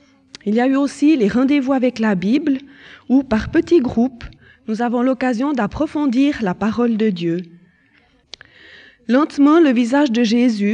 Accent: Lausanne, Vaud, Switzerland; born there

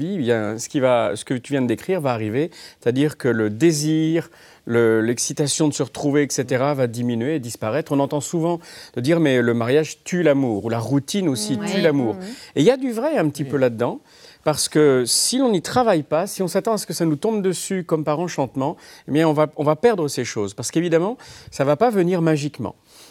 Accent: France; pas juste parce qu'on est français, vous savez, avec cette image de romantisme.

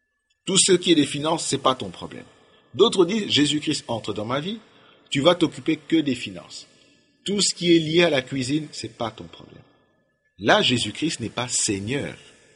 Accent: Kinshasa, DR Congo; je suis congolais

